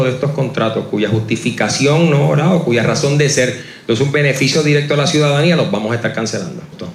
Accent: San Juan, Puerto Rico; born there; now in Cataño, Puerto Rico; No es un secreto, yo no nací en Cataño, yo nací en San Juan

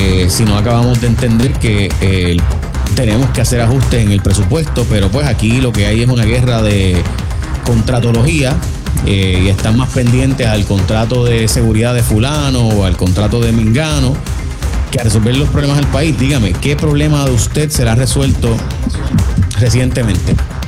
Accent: San Lorenzo, Puerto Rico; Coffee, yo soy de San Lorenzo, sí, yo quiero coffee, seguro.

